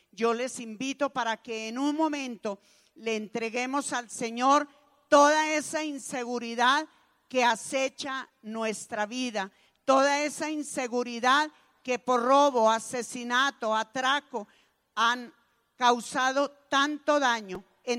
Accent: Colombia

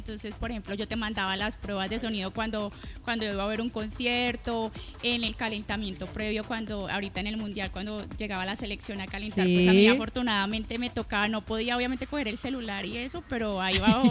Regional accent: Cali, Valle del Cauca, Colombia; moved away as an adult; now in Miami, United States; Yo nací aquí, sí, en Cali, claro. Yo me crié y hace 8 años vivo en Estados Unidos, en Miami.

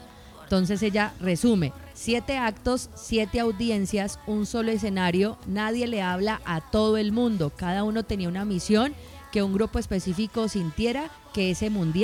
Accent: Colombia; entonces para mí como colombiana

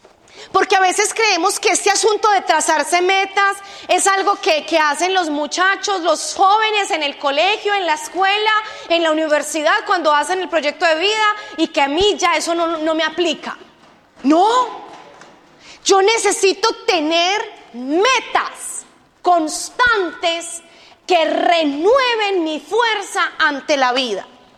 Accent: Colombia; moved away

